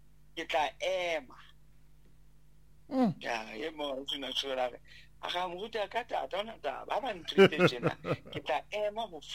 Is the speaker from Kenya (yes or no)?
yes; Kenya; So, I'm from Madoka. I'm from Kenya. I can't take it because I'm from Madoka.